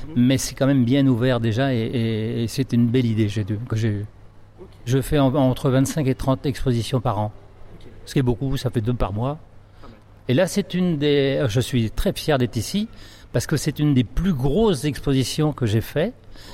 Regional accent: Castillon-du-Gard, Occitanie, France; Alors, je viens de Castillon-du-Gard, juste à côté du pont du Gard, mais vraiment à côté.

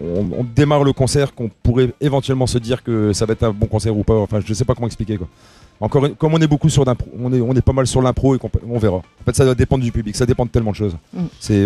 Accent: Dunkirk, Hauts-de-France, France; Alors, c'est un groupe de Dunkerque. Moi, je suis de Dunkerque d'origine.

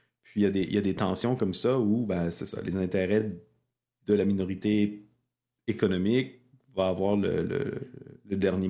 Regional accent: Quebec, Canada; Chez nous, au Québec

